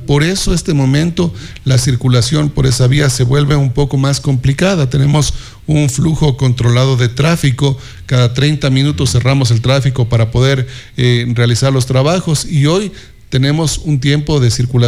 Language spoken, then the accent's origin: Spanish; Chimborazo, Ecuador; Como chimboracenses, como ecuatorianos